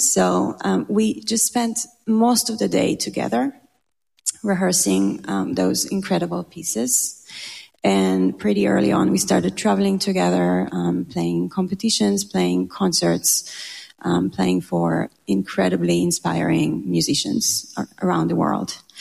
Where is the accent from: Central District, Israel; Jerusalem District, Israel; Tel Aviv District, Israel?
Jerusalem District, Israel; Jerusalem; now in Cincinnati, United States; we grew up together in Jerusalem, in Israel, in a very special school for music and dance.